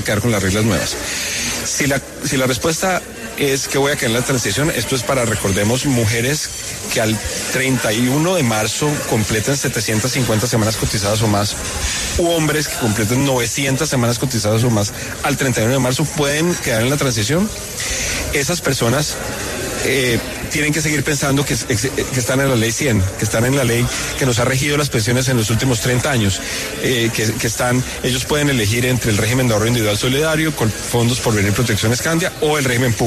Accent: Colombia; como somos todos los colombianos en este momento, 25 millones de trabajadores formales que tenemos cotizaciones

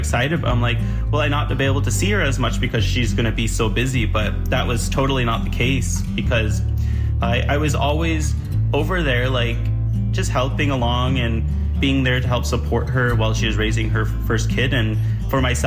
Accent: Six Nations of the Grand River Reserve, Ontario, Canada; I'm from Six Nations of the Grand River Reserve. I'm Onondaga on my mom's side and Anishinaabe on my dad's side.

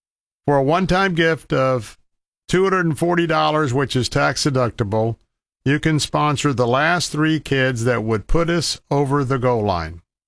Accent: Tampa, Florida, United States; born there; And I didn't come from a foreign land. I was born right here in Tampa, Florida

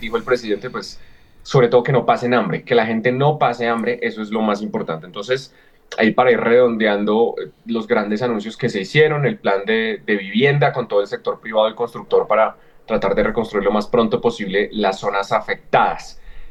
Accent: Colombia; demuestra que como colombianos aprendimos la lección.

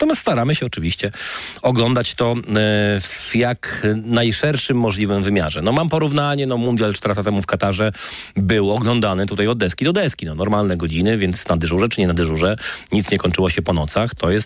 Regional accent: Wrocław, Lower Silesian Voivodeship, Poland; We Wrocławiu z racji urodzenia na początku lat 80. wychowywałem się po pierwsze w kulcie koszykarskiego Śląska

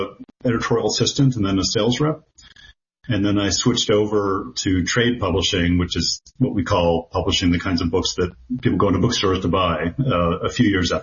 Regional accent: Winchester, Massachusetts, United States; In Winchester, Massachusetts.

